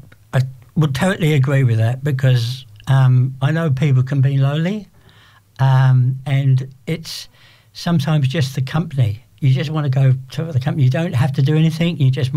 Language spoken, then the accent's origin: English; London, United Kingdom; moved away as an adult; also born or lived in Melbourne, Australia; now in Sydney, Australia; Growing up in London in teenage years